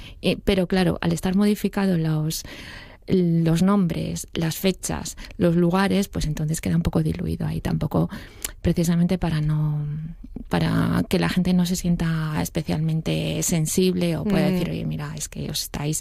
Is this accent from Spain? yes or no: yes; Noreña, Asturias, Spain; sucedió precisamente en el concejo donde yo me crié, que es en Noreña, ¿no? Que Noreña tampoco no es una zona exactamente rural. Sí que está en el centro de Asturias